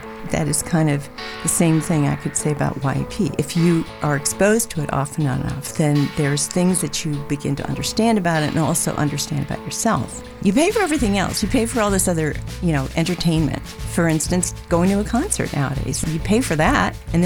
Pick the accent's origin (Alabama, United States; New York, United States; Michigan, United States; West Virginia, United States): New York, United States; New York City; also born or lived in Gibsonia, Pennsylvania; I'm from Gibsonia. I grew up as a kid in New York City